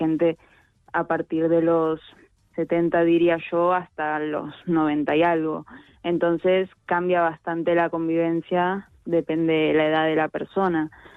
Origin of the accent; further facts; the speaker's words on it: Argentina; si bien yo soy argentina, mi familia toda de España, y ella es manchega y mi papá también era manchego